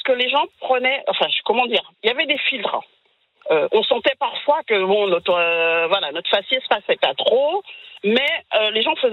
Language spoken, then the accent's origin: French; France; Je suis d'origine antillaise.